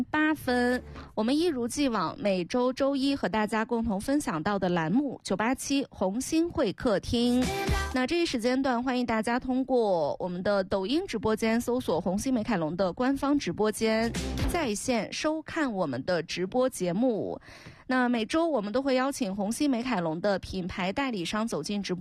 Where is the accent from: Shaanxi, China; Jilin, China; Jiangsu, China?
Shaanxi, China; Yan'an; accent: Yan'an dialect; 咱们延安话